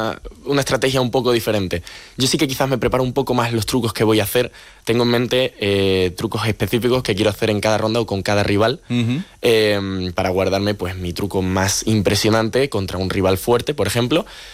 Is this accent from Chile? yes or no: no; Seville, Andalusia, Spain; now in Madrid, Spain